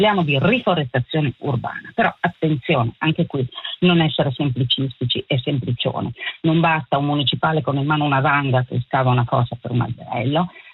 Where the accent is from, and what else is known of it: Switzerland